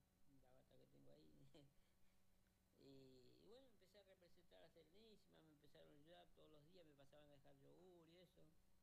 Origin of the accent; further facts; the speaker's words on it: Centenario, Neuquén, Argentina; vuelvo a Centenario, como usted dijo, mi tierra, lo más grande que hay.